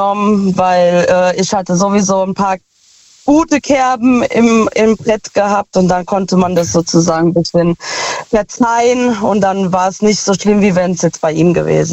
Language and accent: German; Ludwigshafen, Rhineland-Palatinate, Germany; Aus Lu, also aus Ludwigshafen.